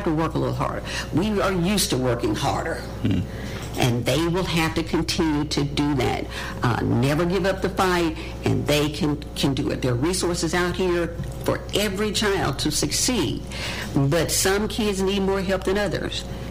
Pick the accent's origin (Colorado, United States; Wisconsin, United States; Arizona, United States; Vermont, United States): Vermont, United States; Barre; Yes, and I grew up in Barre City.